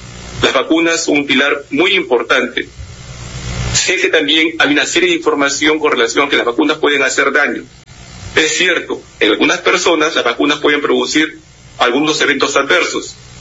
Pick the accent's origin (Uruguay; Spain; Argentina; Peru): Peru; Nosotros que somos peruanos